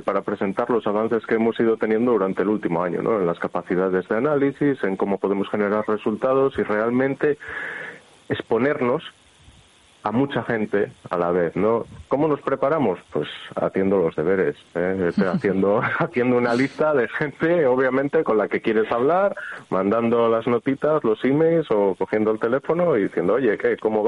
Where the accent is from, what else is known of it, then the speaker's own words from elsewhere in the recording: Spain; moved away as an adult; also born or lived in Germany; cuando me fui de España en el 2000 y pico, entonces sí te diría, bueno, quizás sí, ¿no? De aquella parece que era un poco más difícil, fue cuando me fui a Alemania y cosas de estas.